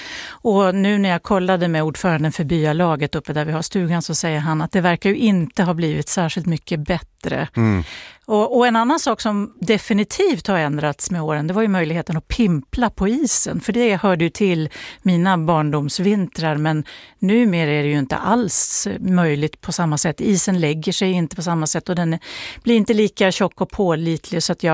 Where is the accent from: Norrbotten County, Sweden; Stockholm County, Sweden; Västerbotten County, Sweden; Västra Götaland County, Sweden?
Västerbotten County, Sweden; also born or lived in Ostrobothnia, Finland; Det hörde ju till alla somrar, både hemma i Västerbotten och hemma i Österbotten på finska sidan Kvarken då.